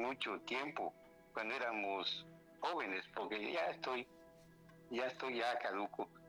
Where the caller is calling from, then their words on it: Conkal, Yucatán, Mexico; de Conchín, Yucatán.